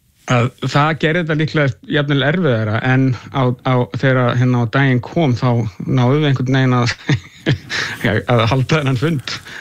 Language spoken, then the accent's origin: Icelandic; Capital Region, Iceland; Þannig að ég nefnilega ólst upp í Fossói, þannig að það var ekki það langt frá mér